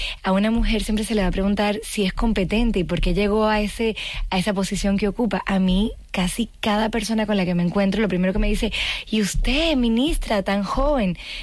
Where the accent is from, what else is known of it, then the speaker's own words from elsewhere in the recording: Caribbean, Dominican Republic; also born or lived in Madrid, Spain; Y de hecho crecí en el Caribe. Mi mamá es dominicana y viví en Madrid hasta hace poco, y me siento muy española.